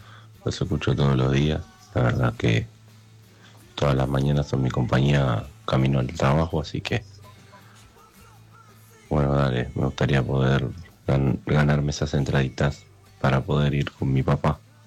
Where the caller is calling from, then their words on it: Ciudad Evita, Buenos Aires Province, Argentina; de Ciudad Vita.